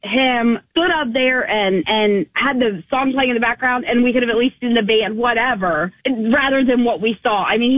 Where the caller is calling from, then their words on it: Moncks Corner, South Carolina, United States; I'm calling from Monk's Corner.